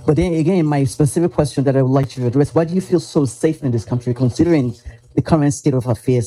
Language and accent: English; Nigeria; now in United States; I'm a Nigerian-American, but I call myself... I'm a citizen of the United States of Africa.